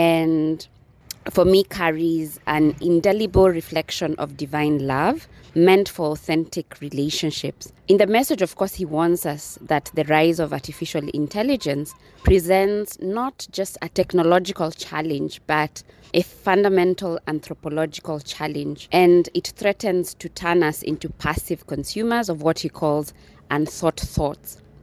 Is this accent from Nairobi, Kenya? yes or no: yes; Nairobi, Kenya; I come from Nairobi, Kenya. And I'm in Rome